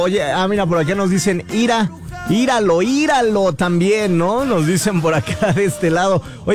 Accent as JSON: {"language": "Spanish", "country": "Mexico", "said": "nosotros como mexicanos o cualquier latino no tiene todavía dominado el 100% del idioma"}